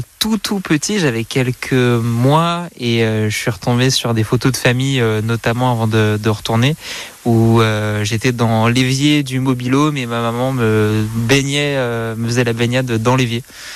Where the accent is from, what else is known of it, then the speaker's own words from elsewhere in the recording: Besançon, Bourgogne-Franche-Comté, France; Je viens de Besançon, dans l'est de la France.